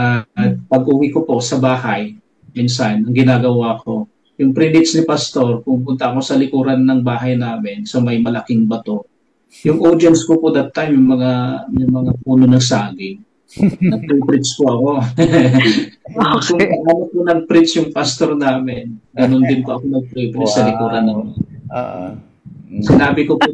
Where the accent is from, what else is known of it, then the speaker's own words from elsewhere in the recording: Cagayan Valley, Philippines; may mga pastors and missionaries na pumunta po sa amin sa Nueva Vizcaya from Pangasinan